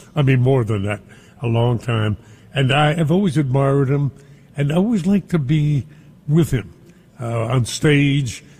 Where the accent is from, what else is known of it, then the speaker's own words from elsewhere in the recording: Brooklyn, New York, United States; I was brought up in Brooklyn, you were brought up in the Bronx, but you were always like neighborhood to me.